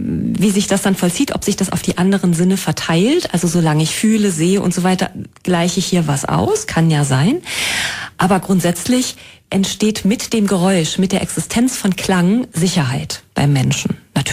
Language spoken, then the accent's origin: German; Halberstadt, Saxony-Anhalt, Germany; Ich weiß das zum Beispiel für meine Heimatstadt Halberstadt, dass da die Glocken in ihrem Zusammenspiel eine ganz eigene Tonalität entwickeln.